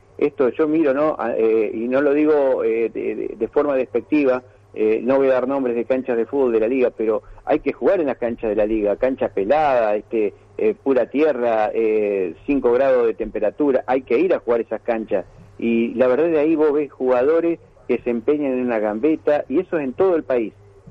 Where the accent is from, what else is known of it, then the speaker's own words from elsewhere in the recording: Argentina; somos argentinos